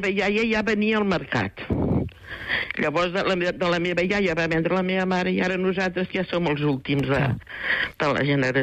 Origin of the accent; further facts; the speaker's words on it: Cerdanyola del Vallès, Catalonia, Spain; I jo soc de Cerdanyola, nosaltres vivim a Cerdanyola.